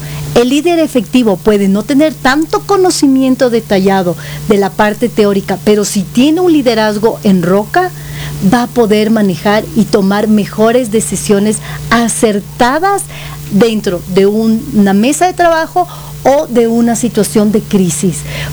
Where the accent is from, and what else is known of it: Ecuador